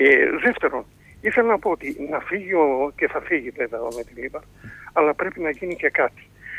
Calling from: Attica, Greece; είμαι από τα Βόρεια Προάστια.

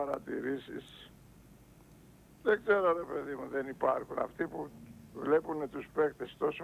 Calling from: Nea Ionia, Greece; είμαι από Νέα Ιωνία

